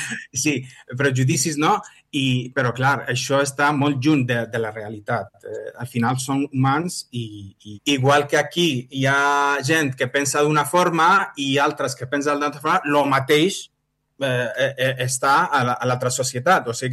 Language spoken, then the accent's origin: Catalan; Baghdad, Baghdad Governorate, Iraq; Catalan is a second language; moved away as an adult; also born or lived in Alicante / Burjassot, Valencia; now in Catalonia, Spain; jo que sóc de Bagdad, mai havia vist un desert fins a la guerra.